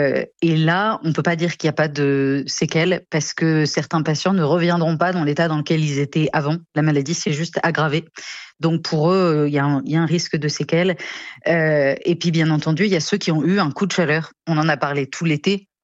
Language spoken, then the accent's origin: French; Nancy, Grand Est, France; moved away; Je viens de Nancy